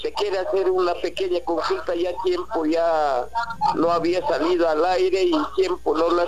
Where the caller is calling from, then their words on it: Armapampa, Peru; Te estoy llamando desde Armapampa